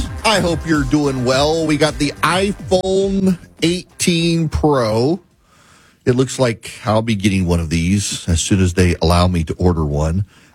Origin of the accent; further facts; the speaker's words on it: Georgia, United States; For example, I know my home state of Georgia has more Flock cameras per capita than anywhere else.